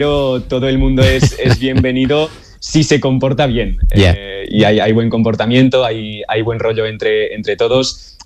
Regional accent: Olot, Catalonia, Spain; Yo soy de Olot, del norte de la provincia de Girona.

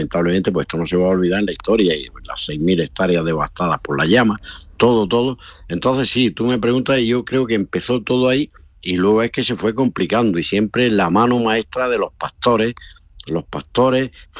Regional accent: Carrizalejo, Andalusia, Spain; hay un incendio en mi pueblo, entre Los Gallardos y Sorbas, que es el pueblo, Carrizalejo, toda la zona esta, ¿no?

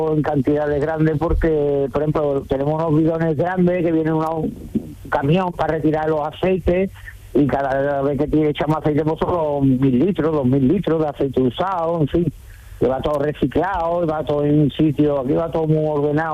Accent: Montequinto, Andalusia, Spain; Yo soy de toda la vida de Dios, de Montequinto.

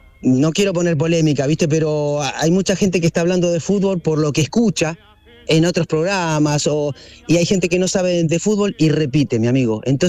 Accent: Argentina; Como argentino te digo que hoy vamos a ganar.

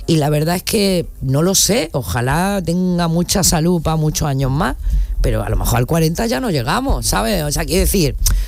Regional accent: La Zubia, Andalusia, Spain; me presenté con un seudónimo al cartel del carnaval de mi pueblo, que es La Zubia, en Granada.

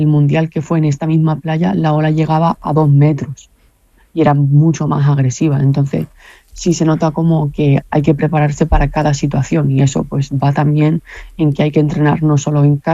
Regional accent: Málaga, Andalusia, Spain; A ver, yo soy del Mediterráneo y es verdad que la cultura que nosotros en la zona de Málaga, a lo mejor toda la zona de Andalucía, pues no es la misma

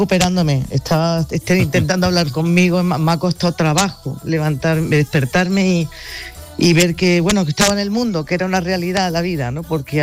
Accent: Granada, Andalusia, Spain; yo soy de Granada, soy una enamorada de mi tierra

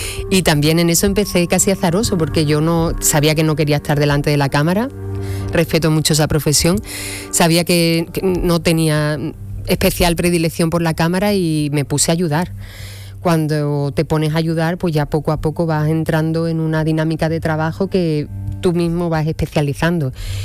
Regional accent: Huelva, Andalusia, Spain

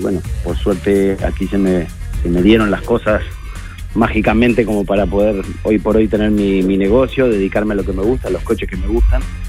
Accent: Uruguay; Bueno, el resto de la banda, los chicos son argentinos, uh-huh. Yo soy de Uruguay

